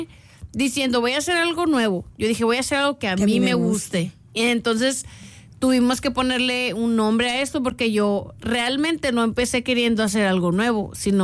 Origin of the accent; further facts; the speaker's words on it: Hermosillo, Sonora, Mexico; Sí, soy de Hermosillo, Sonora.